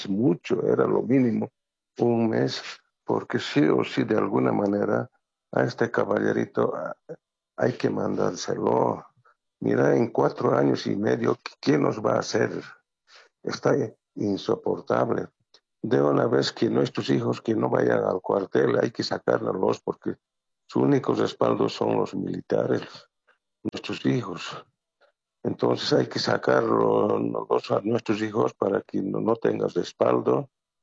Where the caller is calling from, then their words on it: Sipe Sipe, Cochabamba, Bolivia; aquí del municipio de Sipe-Sipe de Cochabamba estoy llamando, hermana.